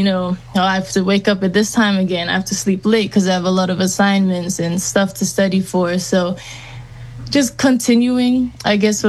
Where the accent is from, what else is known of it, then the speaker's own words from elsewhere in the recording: New Zealand; moved away as an adult; I grew up in New Zealand.